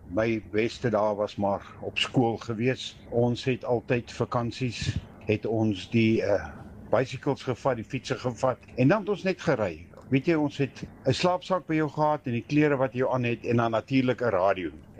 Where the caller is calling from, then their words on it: Klerksdorp, North West, South Africa; ek is hier van Klerksdorp.